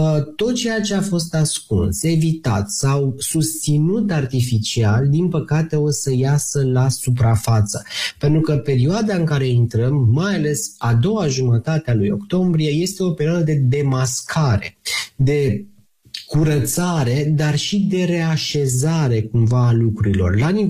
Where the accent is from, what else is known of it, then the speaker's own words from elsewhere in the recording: Romania; și la nivel de România, pentru că suntem români